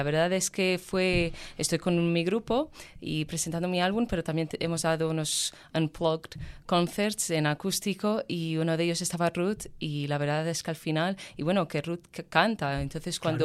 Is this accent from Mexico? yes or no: no; Portugal; Es, como bien has dicho, soy portuguesa, soy una artista de pop rock alternativo de Portugal